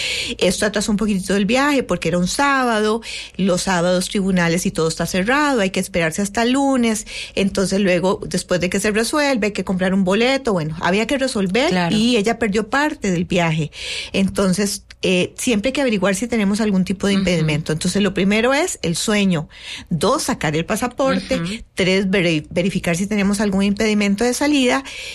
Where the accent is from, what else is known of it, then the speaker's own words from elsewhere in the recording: Costa Rica; A Europa, como ticos, como costarricenses, no ocupamos visas, entonces simplemente ocupamos el pasaporte.